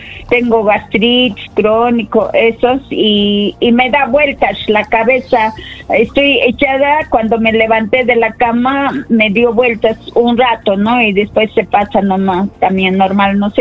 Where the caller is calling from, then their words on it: Arequipa, Peru; De Arequipa.